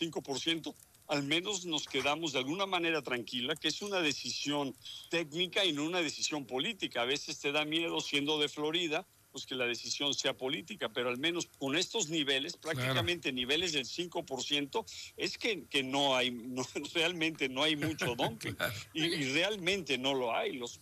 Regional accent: Mexico; Ahora viene una etapa donde nosotros, como mexicanos, los productores mexicanos de fresa, pueden apelar

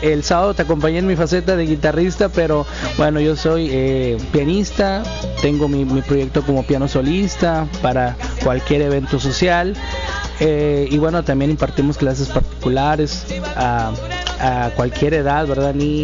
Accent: Tantoyuca, Veracruz, Mexico; moved away as an adult; now in Ciudad Victoria, Mexico; llegamos por una oportunidad de trabajo, y sí, yo soy del norte de Veracruz, la ciudad, una ciudad pequeñita, y el norte se llama Tantoyuca, está como a 2 horas de Tampico. Y bueno, salió la oportunidad de venir a trabajar aquí en Ciudad Victoria

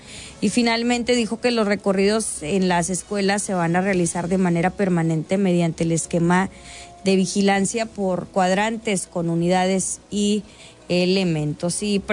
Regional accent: Mexico

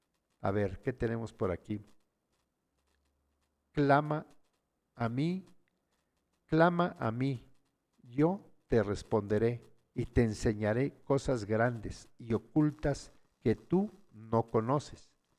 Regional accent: San Juan Yucuita, Oaxaca, Mexico; a la autoridad de mi pueblo, San Juan Yucuita

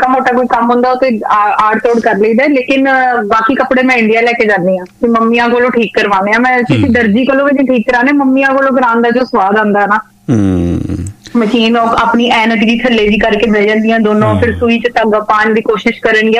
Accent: Punjab, India; ਪਿੰਡ ਵਿੱਚ ਪੜੀ ਆ ਮੈਂ, ਕਿਹੜਾ ਸ਼ਹਿਰ ਚ ਪੜੀ ਆ, ਮੇਰਾ ਪਿੰਡ ਵੀ ਤੁਹਾਡੇ ਨਵਾਂ ਸ਼ਹਿਰ ਦੇ ਕੋਲ ਹੀ ਸੀਗਾ

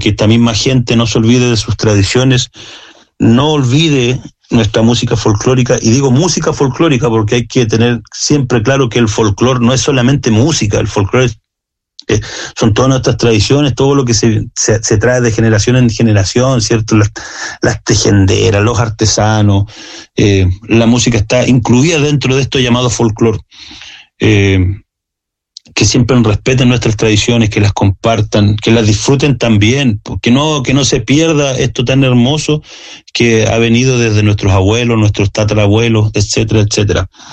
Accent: Puerto Montt, Los Lagos, Chile; escribir sobre mi tierra, escribir sobre Puerto Montt

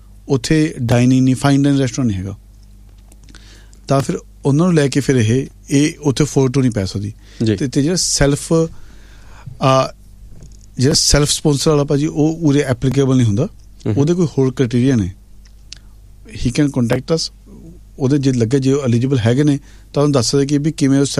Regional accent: Patiala, Punjab, India; moved away; ਮੈਂ ਖੁਦ ਪਟਿਆਲੇ ਤੋਂ ਹਾਂ ਮੈਂ ਪੰਜਾਬੀ ਐਮ ਐਫ ਹਾਂ

